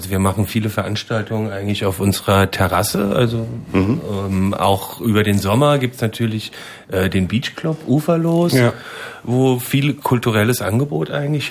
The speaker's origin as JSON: {"language": "German", "town": "Mühlheim am Main", "region": "Hesse", "country": "Germany", "said": "Also ich bin Lämmerspieler."}